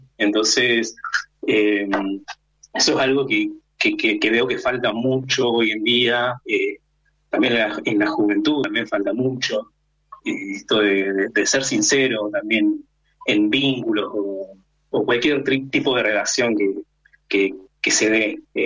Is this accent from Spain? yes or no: no; Chos Malal, Neuquén, Argentina; now in Alto Valle, Argentina; De donde yo vengo, Chosmalal, es un clima bastante seco, está ahí al pie de la cordillera, es un frío seco. En cambio, acá que me vine al Alto Valle, Río Negrino, se nota mucho el cambio de clima, mucha humedad.